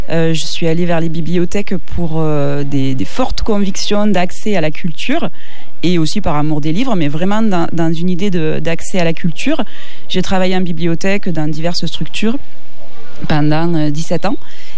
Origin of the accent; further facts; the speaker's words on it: Occitanie, France; moved away; also born or lived in Aix / Paris; moi, je suis originaire de Saint-Laurent-des-Gouzes.